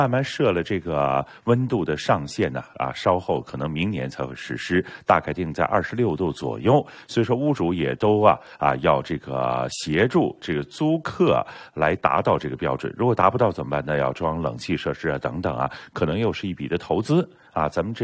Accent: Toronto, Ontario, Canada

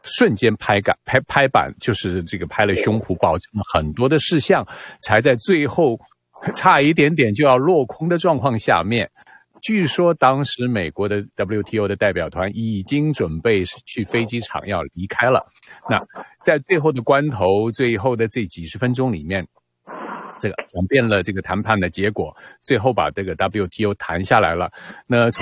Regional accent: China; moved away; also born or lived in Shanghai; 所以作为中国人，作为曾经生活在上海

